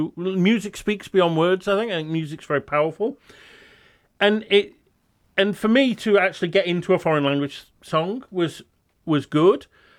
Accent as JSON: {"language": "English", "town": "Draycott in the Moors", "region": "West Midlands", "country": "United Kingdom", "tie": "born or raised there", "moved": "as an adult", "said": "I grew up there on the edge of Stoke-on-Trent. And actually, although I'm not from the Black Country, in a way it feels like home, because I think our history's a bit dead similar. Working class area"}